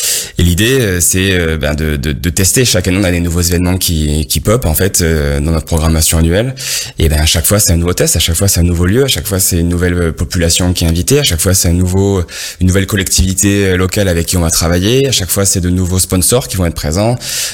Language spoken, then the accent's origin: French; Marseille, Provence-Alpes-Côte d'Azur, France; Marseille, c'est ma ville natale, c'est ma ville de cœur.